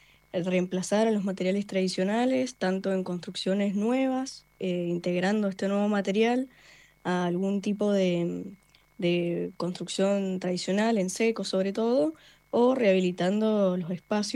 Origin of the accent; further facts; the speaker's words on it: Mendoza, Argentina; Yo soy de Mendoza.